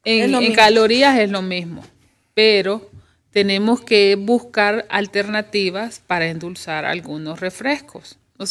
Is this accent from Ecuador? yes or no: no; Honduras; Y nosotros somos, los hondureños somos de sabores dulces, más de sabores dulces.